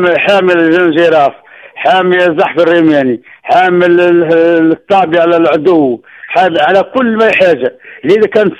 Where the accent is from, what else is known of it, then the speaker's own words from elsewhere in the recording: Kairouan Governorate, Tunisia; الفلاح نتاعنا نتاع القروان ولايه القروان